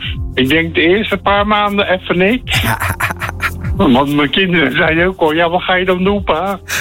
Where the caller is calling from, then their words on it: Rotterdam, South Holland, Netherlands; Ik bel nu vanuit de Botlek